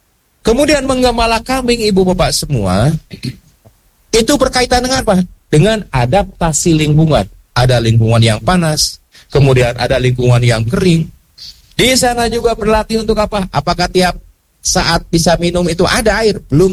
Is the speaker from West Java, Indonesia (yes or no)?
yes; Garut, West Java, Indonesia; born there; Toh kambing teh dengan Garut kelahirannya bareng sama saya toh. Ya saya lahir di Garutnya